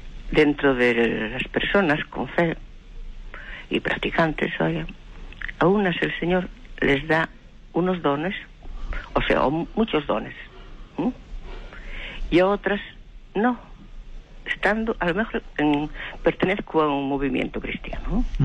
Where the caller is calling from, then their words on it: Lugo, Galicia, Spain; Llamo desde Lugo.